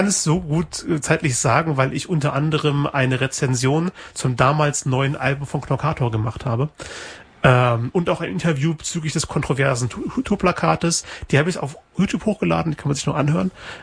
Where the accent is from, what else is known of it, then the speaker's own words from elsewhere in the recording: Braunschweig, Lower Saxony, Germany; now in Leipzig, Germany; Ich weiß, in Braunschweig, wo ich aufgewachsen bin, gibt es Radio Okawelle. Da habe ich Schülerpraktikum gemacht. In Leipzig, wo ich inzwischen wohne, gibt es Radio Blau.